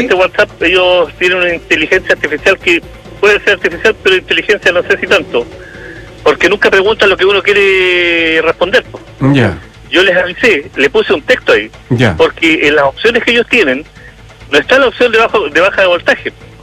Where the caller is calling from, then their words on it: Chile; yo soy de Jardines de la República, de ahí en Los Condel, ahí cerca del centro.